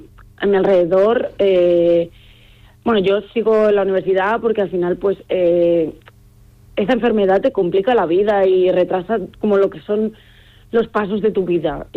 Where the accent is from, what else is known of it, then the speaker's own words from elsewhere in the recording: Palencia, Castile and León, Spain; yo soy de Palencia